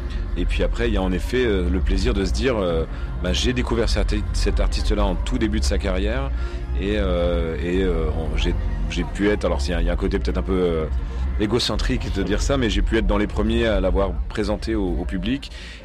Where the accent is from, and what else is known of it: Grand Est, France